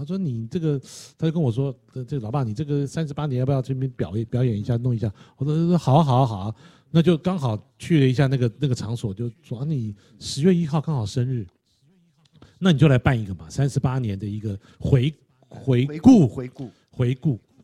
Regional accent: Taiwan; 我们就是台湾人

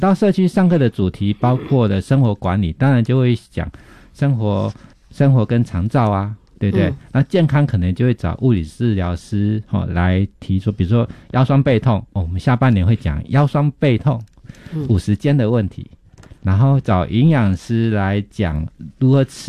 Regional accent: Taiwan

